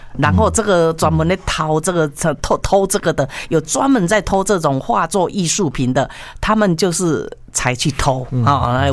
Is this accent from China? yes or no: no; Taiwan; 我们台湾人